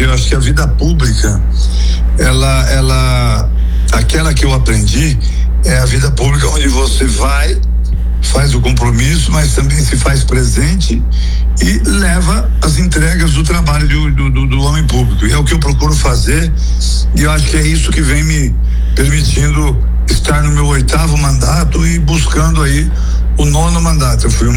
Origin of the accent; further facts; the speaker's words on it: Santa Fé do Sul, São Paulo, Brazil; born there; moved away as an adult; now in São José do Rio Preto, Brazil; Santa Fé do Sul. Santa Fé. Onde eu nasci.